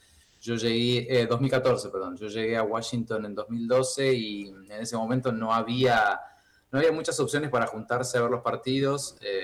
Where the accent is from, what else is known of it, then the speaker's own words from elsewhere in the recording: Argentina; born there; moved away; cualquiera de nosotros que nacimos en Argentina.